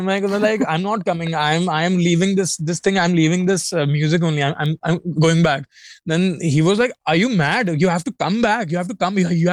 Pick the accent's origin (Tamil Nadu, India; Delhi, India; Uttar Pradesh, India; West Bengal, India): Uttar Pradesh, India; Meerut; moved away; While growing up in Meerut